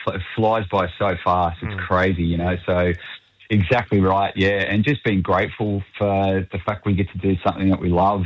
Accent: Tasmania, Australia; I grew up in Tassie, and just great memories as a kid.

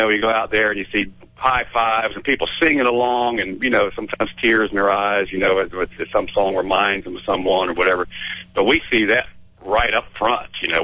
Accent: Jacksonville, Florida, United States; we came from Jacksonville, Florida, and it was a Navy town, so. When we were kids, we played sailors clubs.

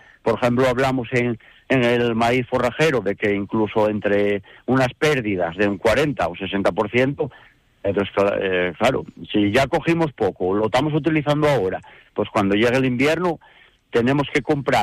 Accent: Asturias, Spain; Pero bueno, yo creo que como asturianos esto... Cualquier asturiano que pregunte puede decir que este año alcanzamos temperaturas aquí, vamos, impensables.

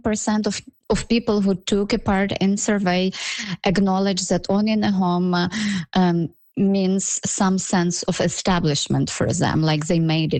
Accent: Ukraine; let's say I'm from Ukraine, and in Ukraine, we don't use credit cards that much.

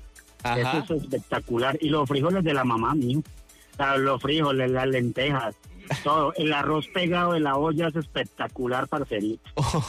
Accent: Colombia; now in Guadalajara, Mexico; uno como colombiano

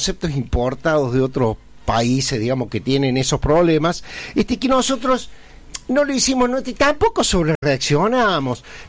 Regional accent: Argentina; nos vamos identificando poco a poco como argentinos, con lo bueno, lo malo, somos argentinos.

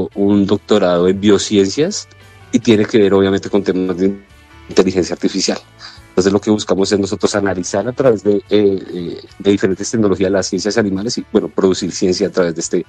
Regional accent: Colombia; moved away as an adult; now in Guanajuato, Mexico

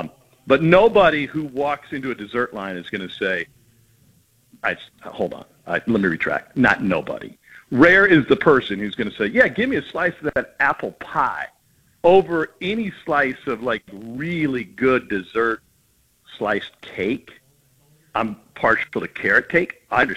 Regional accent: Midwest, United States; now in the South, United States; Listen, I'm originally a Midwesterner, even though I've lived in the South for a long time.

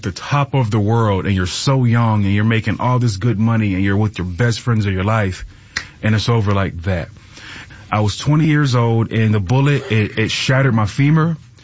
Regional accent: Rochester, New York, United States; being from the city, I'm from Rochester, New York

